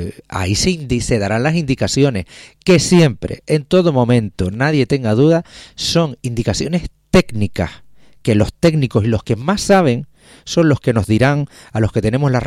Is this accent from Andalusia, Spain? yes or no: no; Canary Islands, Spain; Yo, como español y canario